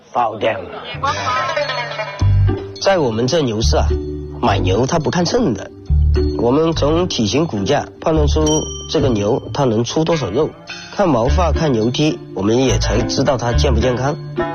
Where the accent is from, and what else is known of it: Rongjiang, Guizhou, China